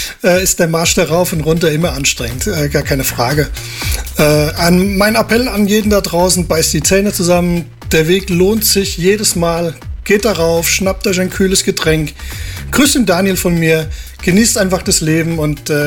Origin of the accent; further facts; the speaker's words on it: Hesse, Germany; wie man bei uns in Hessen sagt